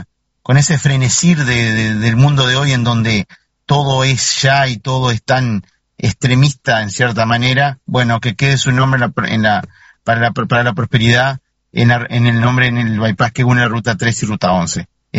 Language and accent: Spanish; Uruguay; todos los uruguayos, más los que somos en la campaña, como en mi caso